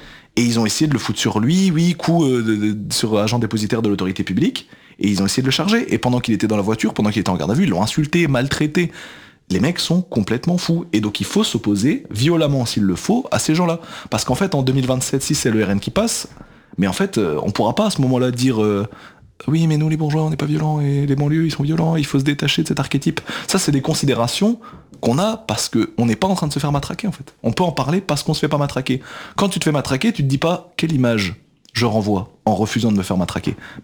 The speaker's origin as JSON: {"language": "French", "country": "Belgium", "moved": "yes", "lives_now": "Paris, France"}